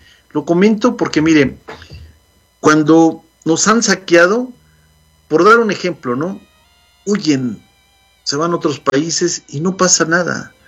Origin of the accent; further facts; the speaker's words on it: Mexico; now in United States; como mexicano lo digo